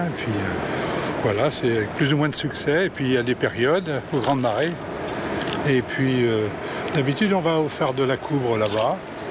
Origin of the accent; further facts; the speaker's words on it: Brittany, France; born there; moved away; Oh, je suis né en Bretagne, moi, hein, donc la mer, c'est très important.